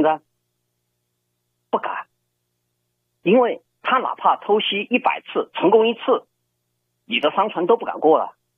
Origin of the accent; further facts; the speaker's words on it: Canada; 我们加拿大人要做好过紧日子的准备了